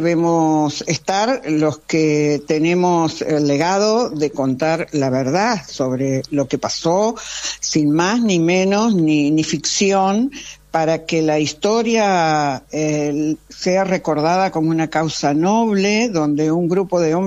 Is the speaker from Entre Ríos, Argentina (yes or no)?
yes; Gualeguaychú, Entre Ríos, Argentina; moved away as an adult; also born or lived in Santa Fe / Buenos Aires; now in Paraná, Argentina; nací en Gualeguaychú, uh-huh. Cerca de Gualeguaychú, sí, sí, en sí. una estación de trenes que hoy es Ciudad Carbó. Y me crié en Gualeguaychú, por supuesto, en primaria, secundaria en Gualeguaychú, después estudié en Santa Fe, después me fui a probar suerte a Buenos Aires